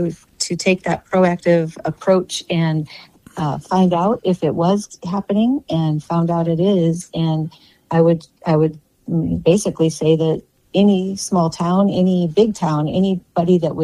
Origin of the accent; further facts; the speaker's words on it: Iowa, United States; thank God I'm from Iowa. Thank God I'm from a small town.